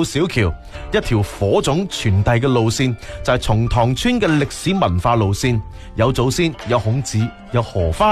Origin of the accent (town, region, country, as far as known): Foshan, Guangdong, China